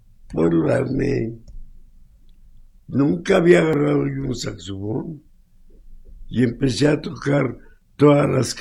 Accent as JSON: {"language": "Spanish", "town": "Jerez", "region": "Zacatecas", "country": "Mexico", "said": "yo soy de Jerez"}